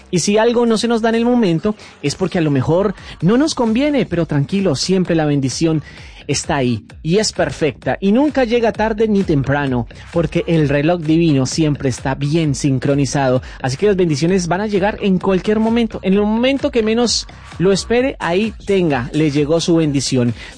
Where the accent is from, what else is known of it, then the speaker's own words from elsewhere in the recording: Colombia; un colombiano muy feliz de estar con todos ustedes